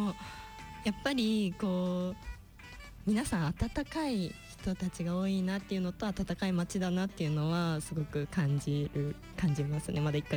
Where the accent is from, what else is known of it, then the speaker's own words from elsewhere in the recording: Yokohama, Kanagawa, Japan; moved away as an adult; now in Mito, Japan; 神奈川県の横浜市ですね